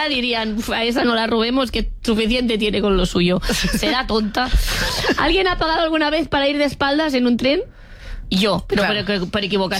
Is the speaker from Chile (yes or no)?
no; Catalonia, Spain; como persona catalana esto me